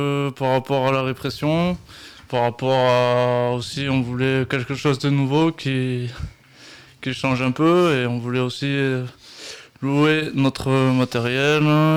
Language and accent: French; Occitanie, France; Alors, on est d'Ariège et de Toulouse.